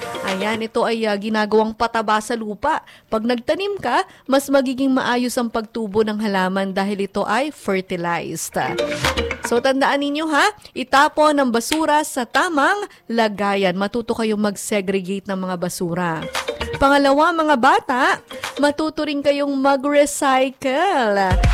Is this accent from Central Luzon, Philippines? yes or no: no; Antipolo, Calabarzon, Philippines; Ako kasi taga Antipolo ko, sa Rizal Province kami.